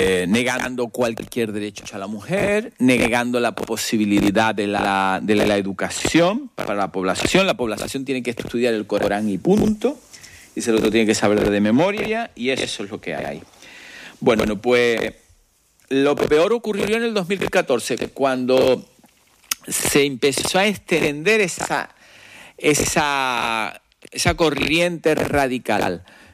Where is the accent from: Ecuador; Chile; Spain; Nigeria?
Spain; soy muy español.